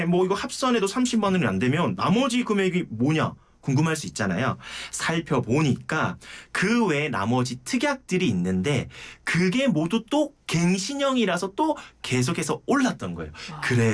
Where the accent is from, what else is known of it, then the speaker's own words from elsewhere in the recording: Geoje, South Gyeongsang, South Korea; 제 고향인 거제도도 갈 수 있습니다.